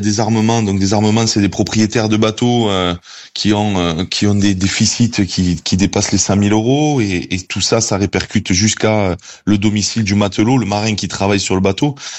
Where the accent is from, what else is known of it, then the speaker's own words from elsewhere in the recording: France; on est français